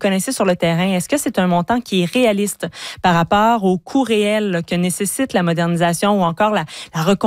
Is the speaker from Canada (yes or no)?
yes; Quebec, Canada; Quand on pense à l'industrie chez nous en Haute-Mauricie